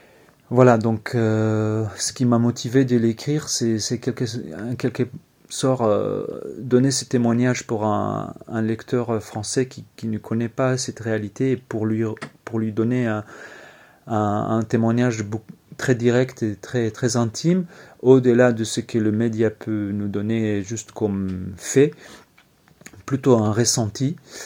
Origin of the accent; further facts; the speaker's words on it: Israel; French is a second language; moved away as an adult; now in France; Et j'ai décrit mon voyage en Israël, mon pays natal, après 5 ans d'absence.